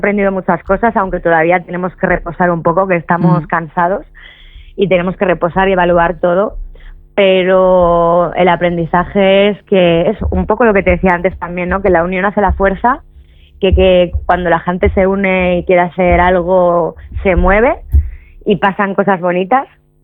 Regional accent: Burgos, Castile and León, Spain; Hemos empezado en Burgos porque yo soy burgalesa

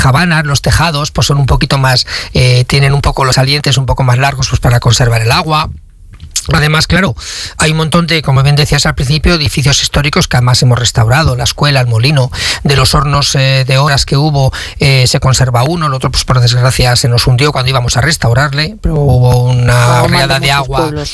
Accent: Palazuelos de Eresma, Castile and León, Spain; eran las de mi pueblo, de Palazuelos, porque todavía, estando cerca de la capital

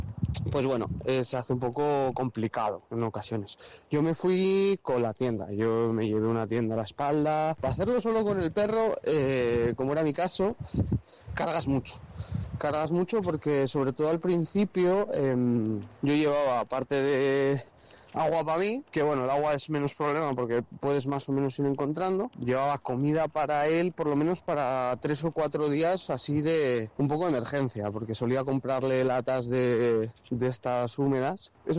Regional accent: Burgos, Castile and León, Spain; porque yo soy de Burgos y cuando llegué a Burgos paré casi 2 semanas con él porque también estaba cansado.

